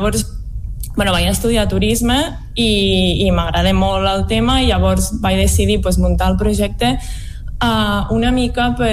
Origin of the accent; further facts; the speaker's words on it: Catalonia, Spain; now in Lluçanès, Spain; Soc de l'Alt Urgell, d'un poble molt petit sota la Serra del Cadí, i bueno, però ja fa temps que estic per aquí al Lluçanès